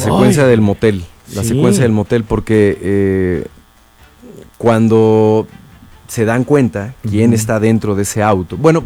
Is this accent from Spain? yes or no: no; Mexico; nosotros como mexicanos